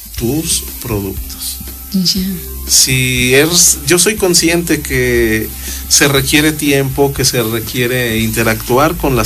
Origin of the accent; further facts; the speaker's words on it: Mexico; aportan mucho a lo que es nuestro ecosistema y nuestra ecología, y aparte a lo que es nuestro legado como mexicanos.